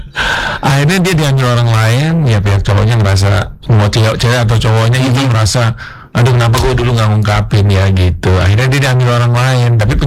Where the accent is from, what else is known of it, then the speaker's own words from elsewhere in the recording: Tanjung Pandan, Bangka Belitung Islands, Indonesia; born there; Iya, lahirnya di Tanjung Pandan kembali ke Bandung gitu.